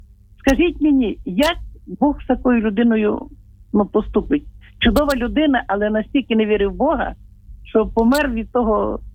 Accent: Lviv, Lviv Oblast, Ukraine; Я зі Львова. У нас у Львові є школа з вадами зору, школа номер 100 на вулиці Франка.

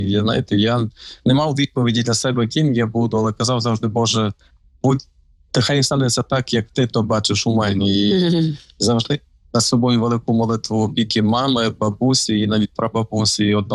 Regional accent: Ivano-Frankivsk Oblast, Ukraine; moved away as an adult; Я на Франківська.

